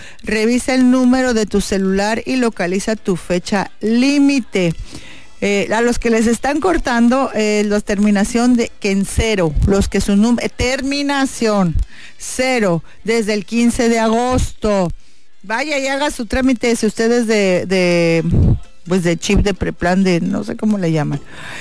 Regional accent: Mexico; soy mexicana

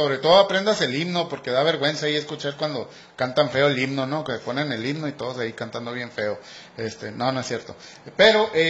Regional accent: Mexico; porque así somos los mexicanos

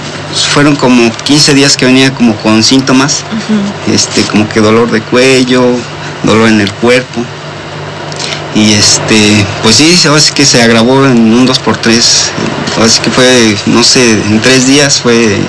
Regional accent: San Martín Texmelucan, Puebla, Mexico; Nosotros venimos de San Martín, Texmelucan.

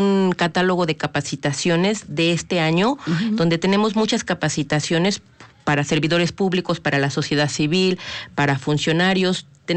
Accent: Puebla, Mexico

